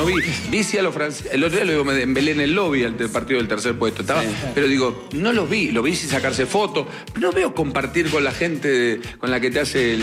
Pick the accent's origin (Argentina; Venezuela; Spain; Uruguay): Argentina; la gana de juntarte como argentino